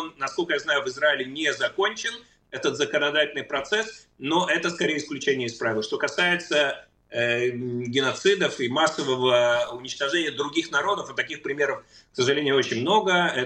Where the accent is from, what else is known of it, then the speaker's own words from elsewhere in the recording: Russia; born there; moved away; Я родился на территории России, я родился в Советском Союзе и уехал из страны, которая тогда называлась Советским Союзом.